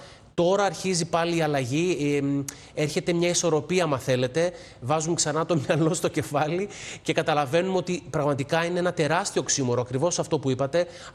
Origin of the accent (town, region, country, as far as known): Greece; moved away as an adult; also born or lived in Northern Europe